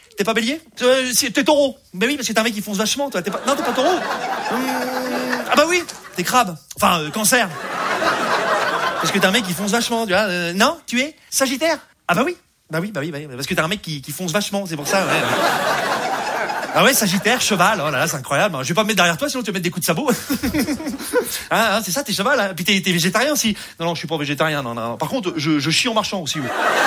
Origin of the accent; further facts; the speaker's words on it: Rouen, Normandy, France; je viens de Rouen, voilà, je vous le dis. Hein, je sais pas si vous connaissez un peu Rouen, c'est la Normandie, voilà.